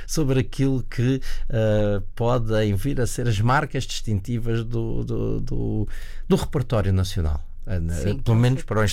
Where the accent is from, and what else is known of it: Portugal